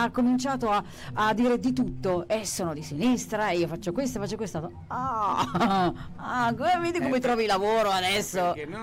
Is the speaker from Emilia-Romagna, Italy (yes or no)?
no; Lombardy, Italy; Secondo me l'accento, l'inflessione più bella per me, che sono lombarda, è il napoletano, il romano.